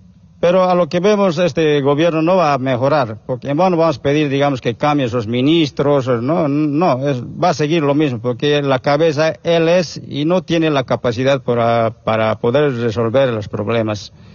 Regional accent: Bolivia; nosotros como verdaderos bolivianos tenemos que defender nuestra patria también

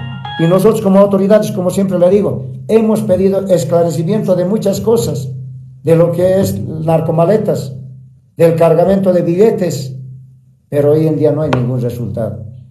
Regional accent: Bolivia

